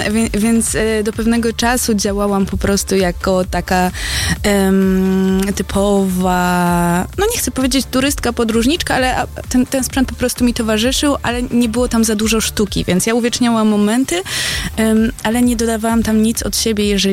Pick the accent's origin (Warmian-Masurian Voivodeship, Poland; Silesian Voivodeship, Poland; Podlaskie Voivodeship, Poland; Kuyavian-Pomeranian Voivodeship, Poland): Kuyavian-Pomeranian Voivodeship, Poland; Toruń; Tak, pochodzę z Torunia.